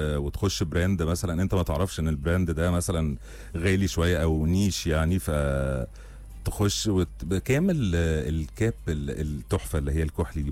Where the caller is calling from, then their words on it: Asyut, Asyut Governorate, Egypt; وانا من اسيوط … ، صديقه البرنامج من بدري.